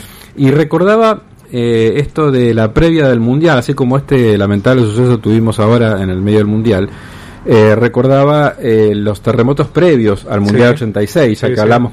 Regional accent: Santa Fe, Argentina; Así como los santafesinos sabemos de que si bien la inundación es un evento natural

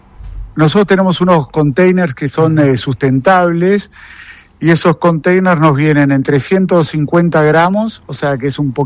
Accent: Argentina; moved away; nosotros en Argentina

